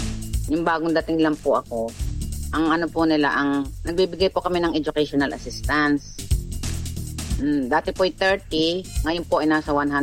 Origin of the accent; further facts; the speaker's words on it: Lemery, Calabarzon, Philippines; Taal po akong taga Batangas, taga Lemery po ako.